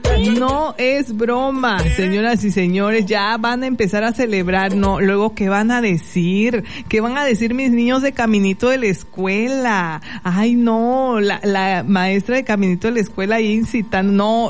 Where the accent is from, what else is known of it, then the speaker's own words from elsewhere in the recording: Mazatán, Mexico; moved away; yo fui a Mazatán, allá mi pueblito, pues resulta que mi papá tiene un árbol de guanábana.